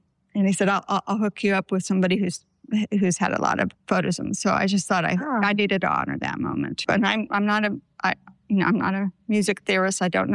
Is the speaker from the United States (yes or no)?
yes; California, United States; moved away as an adult; also born or lived in Gainesville, Florida; now in Athens, United States; I'm from California originally